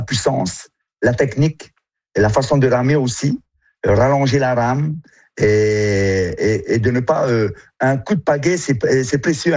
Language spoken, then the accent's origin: French; French Polynesia; now in Lac-Saint-Jean, Canada; Ben, chez nous, en Polynésie